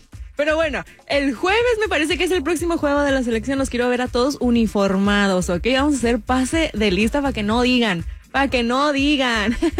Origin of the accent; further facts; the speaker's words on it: Mexico; now in Tijuana, Mexico; así somos los mexicanos